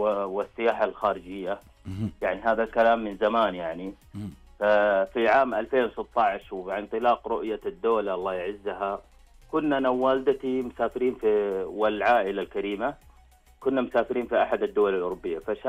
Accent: Taif, Makkah Province, Saudi Arabia; moved away; فقلت لازم نرجع ونشوف الديرة. رجعنا لديرتنا في عام 2016، فوجدتها أجمل بكثير، تضاريسها، مناخها، أرضها، فواكهها، كل شيء

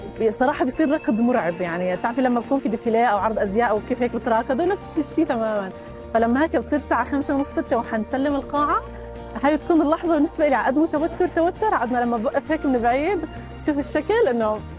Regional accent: Aleppo, Aleppo Governorate, Syria; اما للمستقبل صراحه انا من حلب، فعم نفكر جدا جدا انه خلال السنه القادمه بس شوي استقر الأوضاع هناك أكثر إنه يكون في لنا مشروع بحلب

